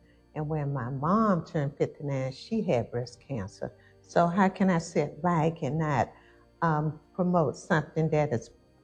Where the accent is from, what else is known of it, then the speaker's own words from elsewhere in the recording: Preston, Georgia, United States; now in Sylvester, United States; I'm from Preston, Georgia. I've been in Sylvester, Georgia for quite a while now. I love it here.